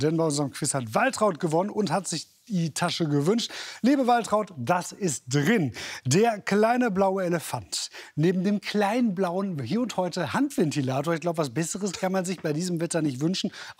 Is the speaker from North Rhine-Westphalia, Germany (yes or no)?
yes; North Rhine-Westphalia, Germany; Ich komme aus dem Ruhrgebiet